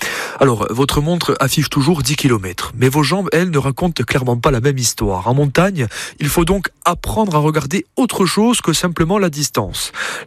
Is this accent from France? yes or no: yes; Corsica, France; chez nous en Corse